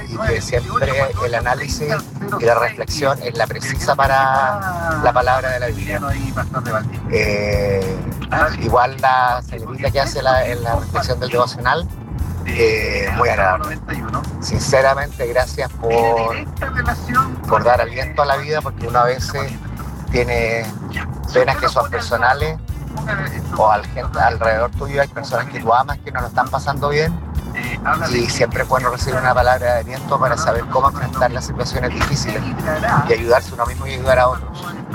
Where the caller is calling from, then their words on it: Hualpén, Biobío, Chile; soy de Hualpén, trabajo en construcción.